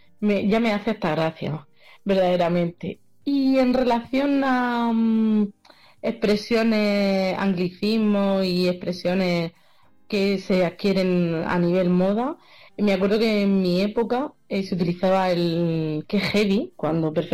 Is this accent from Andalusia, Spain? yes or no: no; Region of Murcia, Spain; es que soy murciano